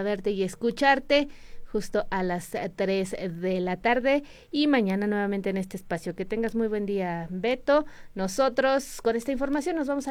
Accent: Hidalgo, Mexico; pues no somos los hidalguenses, ¿no? Estamos muy cerca de la Ciudad de México y del Estado de México

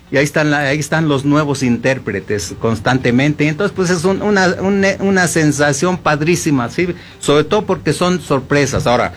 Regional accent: Huichapan, Hidalgo, Mexico; moved away; me estoy acordando de mis paisanos que seguramente me están escuchando ahí en mi pueblito Tlaxcalilla, en Huichapan y en todos los municipios del estado de Hidalgo

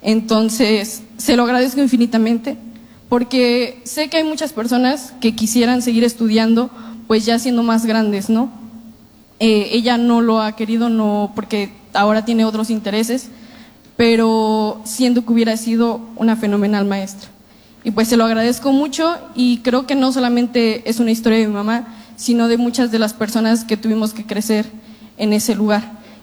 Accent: Atotonilco de Tula, Hidalgo, Mexico; Yo soy de Totonilco de Tula.

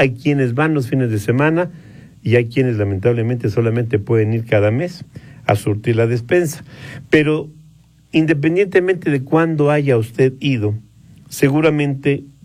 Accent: Mexico

